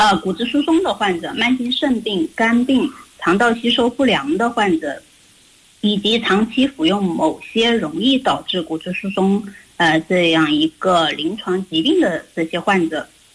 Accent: China; 我们中国人

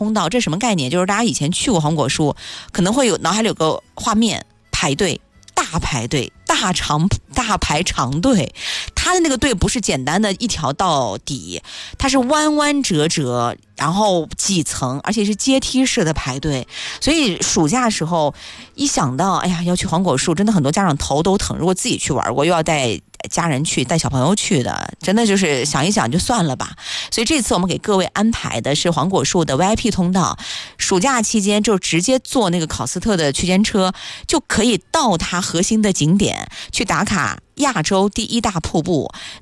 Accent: Xinjiang, China; now in Nanjing, China; 我着重推荐的就是我的家乡新疆的西红柿。

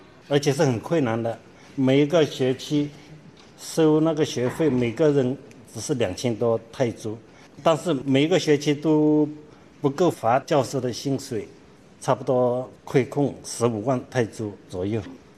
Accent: Chiang Rai, Thailand; 我来自泰国北部青来

